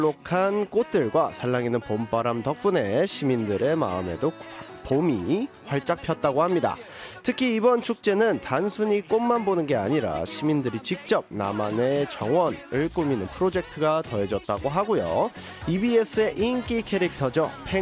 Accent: Goyang, Gyeonggi Province, South Korea; 저의 고향 일산에서 이런 행사가 있다니

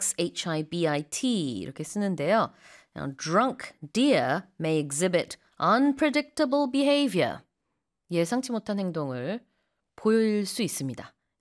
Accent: South Korea; English is a second language; Oh, in Korea, we have those signs in mountainous areas, but not in Seoul, for example.

